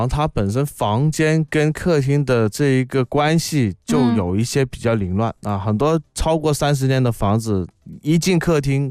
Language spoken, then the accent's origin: Chinese; Guangdong, China; 很不符合我们广东人的这种消费理念